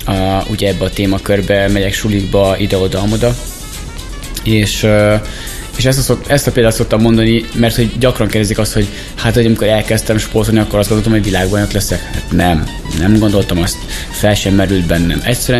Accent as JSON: {"language": "Hungarian", "town": "Hajdúböszörmény", "region": "Hajdú-Bihar", "country": "Hungary", "said": "otthon Hajdúböszönyben"}